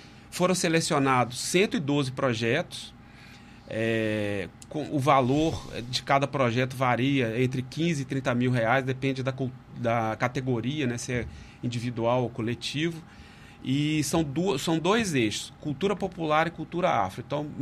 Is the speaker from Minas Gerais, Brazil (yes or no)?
yes; Minas Gerais, Brazil; now in Maceió, Brazil; Eu sou de Minas Gerais.